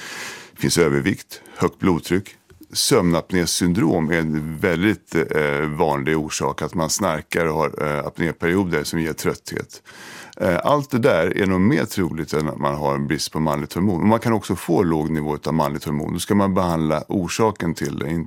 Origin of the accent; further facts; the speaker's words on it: Sweden; Som svensk läkare så tycker jag att det är vedervärdigt.